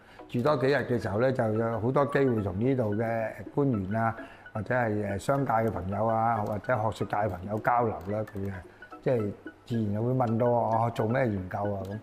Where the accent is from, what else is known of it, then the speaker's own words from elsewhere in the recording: Foshan, Guangdong, China; moved away; 就翻翻我家鄉順德佛山區嘅佛山順德區裏面咧去搞呢件事咧。